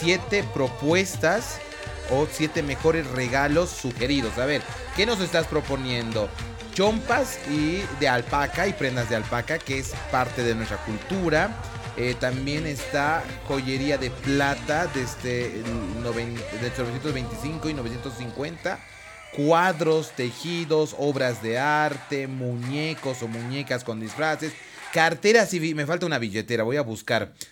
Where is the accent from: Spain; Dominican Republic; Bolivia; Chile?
Bolivia; Si nosotros como bolivianos en este mes de agosto no conocemos nuestro país